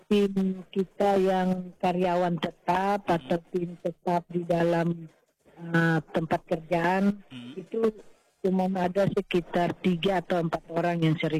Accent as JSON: {"language": "Indonesian", "region": "Papua", "country": "Indonesia", "said": "kita orang Papua"}